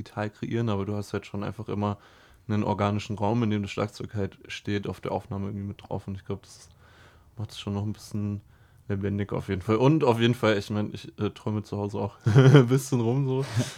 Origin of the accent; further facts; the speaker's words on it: Heidelberg, Baden-Württemberg, Germany; moved away; Ich komme so aus Heidelberg. Ich bin so dort und im Vorort ein bisschen so aufgewachsen.